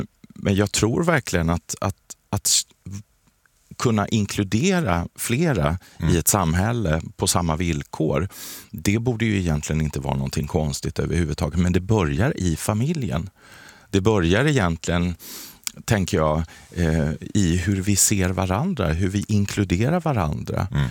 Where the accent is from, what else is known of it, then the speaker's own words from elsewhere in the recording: Kalmar, Kalmar County, Sweden; born there; moved away; jag kom ju från Kalmar från början. Där fanns det amatörteater.